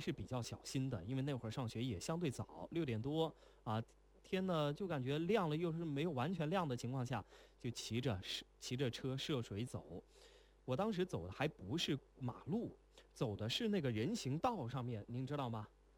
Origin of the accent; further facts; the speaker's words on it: southern China, China; 我是南方人嘛